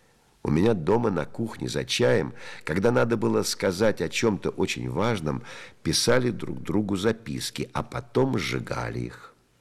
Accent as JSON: {"language": "Russian", "region": "Kyiv", "country": "Ukraine", "said": "И мы, два бывших киевлянина, на скамейке с пюпитром. Он приехал из Иерусалима, я из Киева, а он до этого тоже из Киева."}